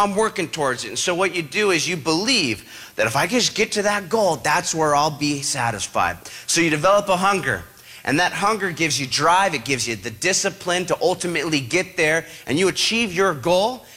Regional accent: Huntington Beach, California, United States; I think we stashed the other one in my dad's garage in my hometown. So I get stitched up by the dock in Coronado, San Diego, and I go, I'm going to go back and go drink that other keg of beer. So I make my way back to Huntington.

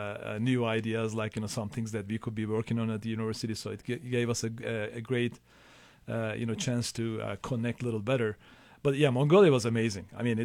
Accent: Turkey; moved away; growing up in Turkey, during a time when Turkey started opening up to the rest of the world

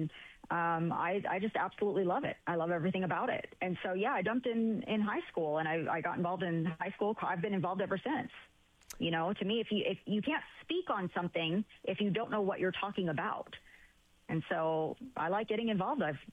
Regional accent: California, United States; I grew up in Southern California

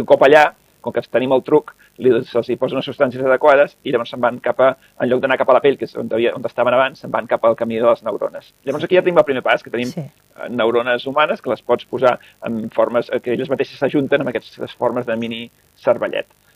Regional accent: England, United Kingdom; Jo sóc anglès, jo prenc te. Jo sóc de te, no?

